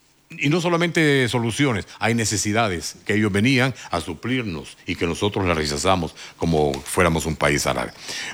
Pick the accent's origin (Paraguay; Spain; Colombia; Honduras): Honduras; yo como hondureño siento vergüenza.